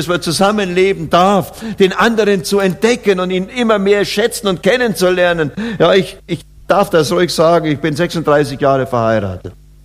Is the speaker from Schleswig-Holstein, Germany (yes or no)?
no; Oberammergau, Bavaria, Germany; born or raised there